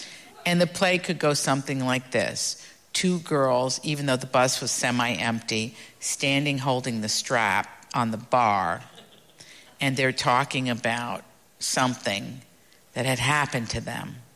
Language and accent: English; Appalachia, United States; So I was already unsophisticated. I was from Appalachia.